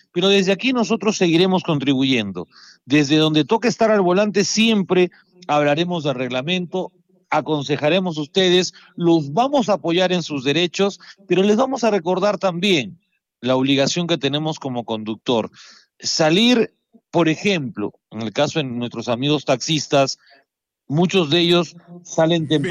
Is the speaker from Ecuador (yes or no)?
no; Peru; nuestra realidad como peruanos y acá también en Arequipa.